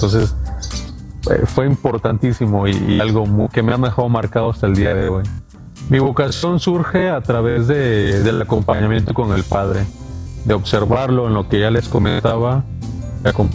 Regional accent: Honduras; now in Mexico; Nunca entré a una iglesia católica en mi país, Todo esto lo hice aquí en México, donde nace mi fe, digamos, católica

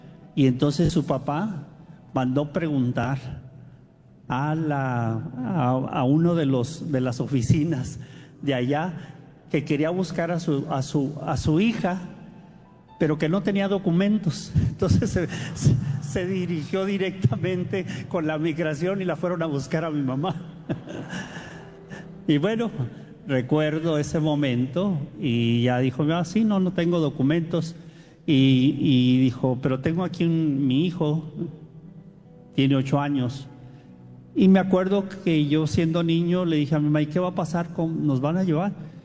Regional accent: Tijuana, Baja California, Mexico; now in United States; Pues entonces yo crecí prácticamente niño aquí una parte, pero otra parte en Tijuana.

